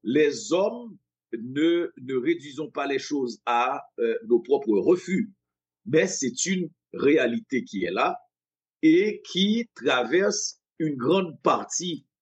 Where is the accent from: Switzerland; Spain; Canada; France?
Canada; Montreal, Quebec; je suis un Montréalais, je ne suis pas Québécois, je ne suis pas Canadien, je suis un Montréalais.